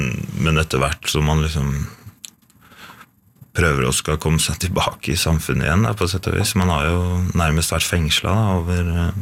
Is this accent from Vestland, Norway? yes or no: no; Skedsmokorset, Akershus, Norway; Ja, jeg er fra Skedsmokorset, men familien er fra Finnskogen, ja.